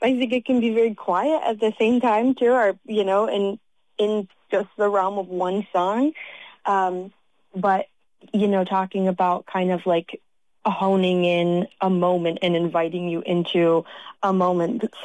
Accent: Michigan, United States; So I grew up in Leelanau County with parents and family that really appreciate folk music, folk and roots music.

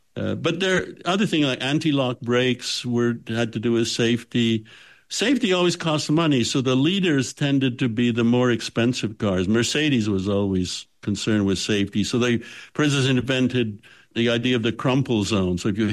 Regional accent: Canada; I grew up in Canada, which is, of course, very cold

